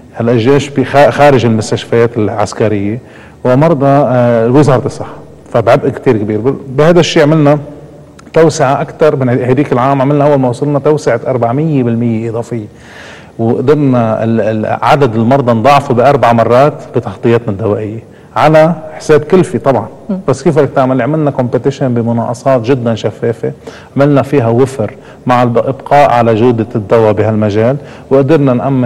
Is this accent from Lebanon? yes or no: yes; Lebanon; اليوم عندنا بلبنان المريض بيروح عند الحكيم،